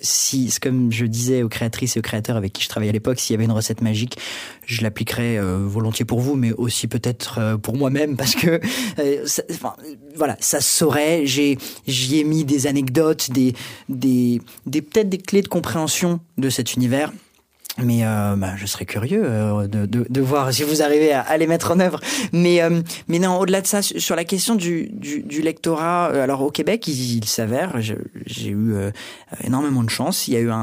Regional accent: Paris, Île-de-France, France; moi, je suis né, j'ai grandi à Paris, d'un père québécois, et donc toute ma famille est au Québec. Donc j'ai vraiment grandi entre ces deux cultures.

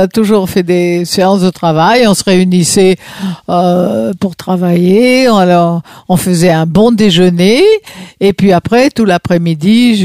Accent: Pont-Sainte-Maxence, Hauts-de-France, France; also born or lived in Nice; Non, je suis d'origine corse, je suis née dans l'Oise, à Pont-Sainte-Maxence dans l'Oise, où j'ai vécu ma petite enfance jusqu'à l'âge de 8 ans. De 8 ans à 23 ans, j'ai habité Nice, au bord de la mer.

